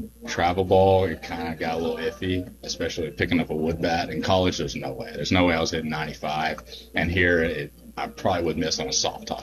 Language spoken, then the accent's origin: English; Rusk, Texas, United States; moved away as an adult; it's my hometown.